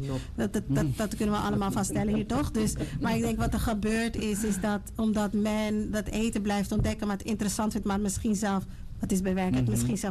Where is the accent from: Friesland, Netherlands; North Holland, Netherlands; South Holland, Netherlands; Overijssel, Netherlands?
North Holland, Netherlands; Amsterdam; Dus ik moet zeggen, ik ben opgegroeid in Zuidoost, Gein, Holendrecht, Ragensbos